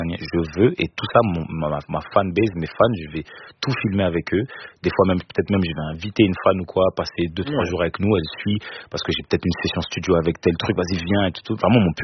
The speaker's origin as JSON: {"language": "French", "country": "Cameroon", "said": "Je suis camerounais, frérot. Je suis camerounais, petit."}